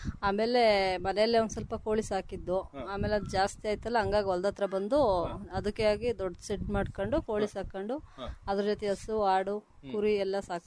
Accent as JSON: {"language": "Kannada", "town": "Doddaghatta", "region": "Karnataka", "country": "India", "tie": "born or raised there", "moved": "as an adult", "said": "ನಮ್ಮ ಜಾವಗಲ್ ಹತ್ರ ದೊಡ್ಡಘಟ್ಟ ಅಂತ ಸರ್."}